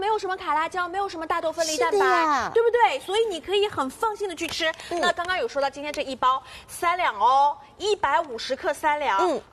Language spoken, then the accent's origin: Chinese; Shanghai, China; 所以我们上海人是更喜欢这个味道。